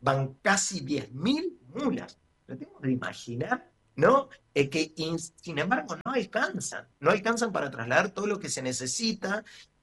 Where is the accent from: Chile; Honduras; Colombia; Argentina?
Argentina; Cuyo; nosotros que somos cuyanos, para nosotros la cordillera es un ámbito súper natural, común y estamos habituados.